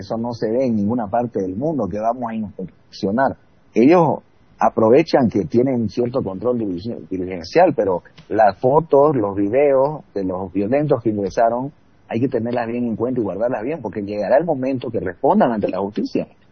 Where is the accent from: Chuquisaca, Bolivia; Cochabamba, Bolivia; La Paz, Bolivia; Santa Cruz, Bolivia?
Santa Cruz, Bolivia; nosotros como clase media, como cruceños, como departamento